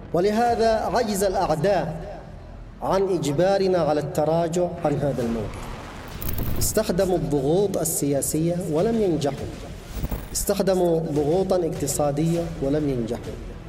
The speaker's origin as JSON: {"language": "Arabic", "country": "Yemen", "said": "نحن كشعب يمني"}